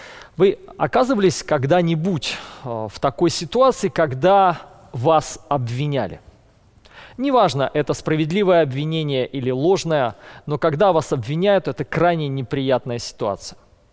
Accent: Siberia, Russia; now in Caucasus, Russia; я сам родом из Сибири, и когда начал жить на Кавказе, то у меня остались друзья в Западной Сибири, это Кемеровская область.

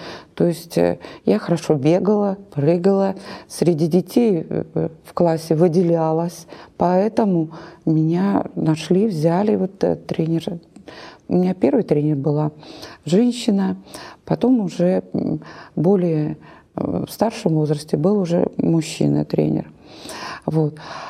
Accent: Nizhny Novgorod, Nizhny Novgorod Oblast, Russia; я родилась в Нижнем Новгороде, здесь.

